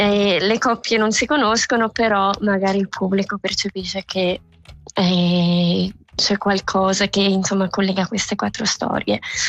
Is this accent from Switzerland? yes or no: yes; Bellinzona, Ticino, Switzerland; moved away as an adult; also born or lived in Chur; now in Zurich, Switzerland; Vengo da Bellinzona